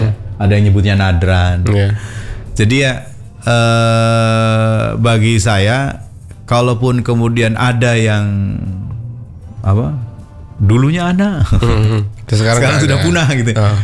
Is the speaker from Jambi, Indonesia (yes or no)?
no; Cirebon, West Java, Indonesia; Contoh misalnya kita orang Cirebon, apakah anak-anak kita bisa berbahasa Cirebon?